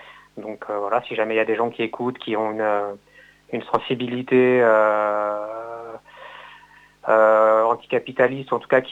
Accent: Rennes, Brittany, France; moved away; c'est vrai que j'habite plus à Rennes, mais je suis né à Rennes, à l'Hôpital Sud. J'ai grandi à Morpa dans les années 90

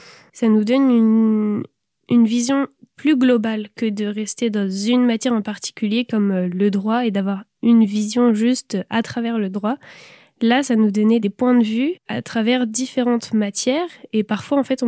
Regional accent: Saint-Brieuc, Brittany, France; Je viens de Saint-Brieuc, j'ai fait ma scolarité à Saint-Brieuc

